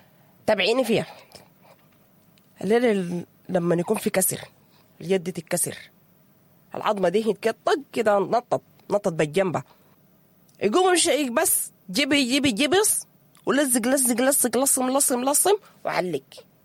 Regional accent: Sudan; احنا كسودانيين متعودين على الاحتزار

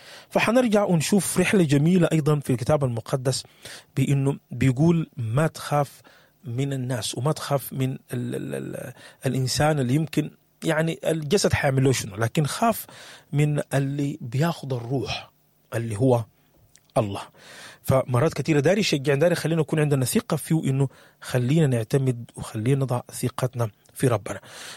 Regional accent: Sudan; بلدنا السودان

